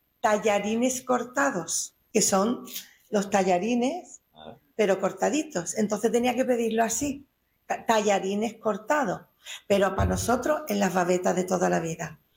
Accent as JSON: {"language": "Spanish", "town": "San Fernando", "region": "Andalusia", "country": "Spain", "said": "eso quería aclararlo, que yo soy de San Fernando, ¿vale? Y encantadísima de serlo."}